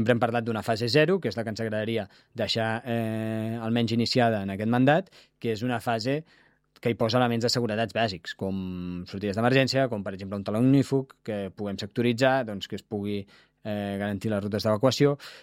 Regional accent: Catalonia, Spain

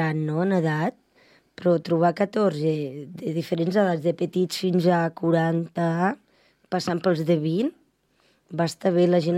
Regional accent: Palau-solità i Plegamans, Catalonia, Spain; born there; Jo vaig néixer a Palau

